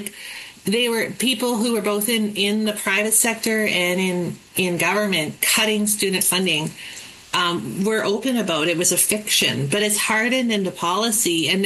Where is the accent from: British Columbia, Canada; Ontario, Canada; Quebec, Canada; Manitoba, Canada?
British Columbia, Canada; Kamloops; Because I love shitty metal, but I grew up in Kamloops.